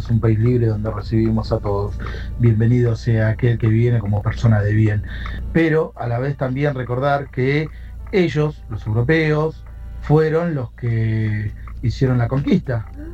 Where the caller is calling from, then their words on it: Lomas de Zamora, Buenos Aires Province, Argentina; de Lomas de Zamora.